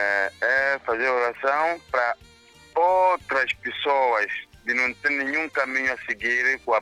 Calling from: Nampula, Mozambique; falo de Nampula, bairro Mareira.

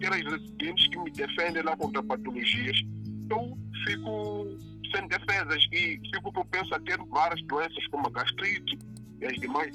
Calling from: Maputo, Mozambique; Eu sou de Maputo

